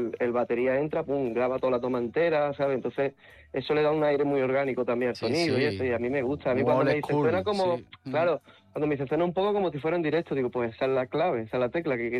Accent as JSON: {"language": "Spanish", "town": "San Pedro de Alcántara", "region": "Andalusia", "country": "Spain", "said": "Sí, yo soy de San Pedro de Alcántara."}